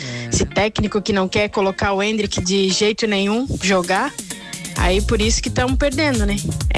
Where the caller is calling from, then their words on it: Brazil; a gente é brasileiro